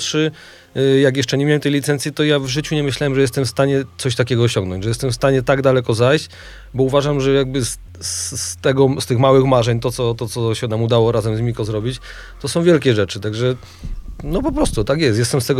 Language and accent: Polish; Jordanów, Lesser Poland, Poland; U mnie było tak, ja pochodzę z Jordanowa, to jest taka mniejsza miejscowość koło Rabki Zdrój w Małopolsce.